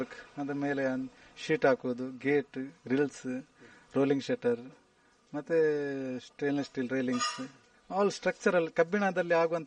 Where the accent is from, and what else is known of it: Karnataka, India